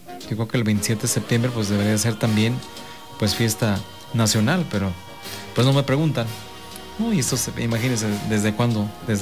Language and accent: Spanish; Mexico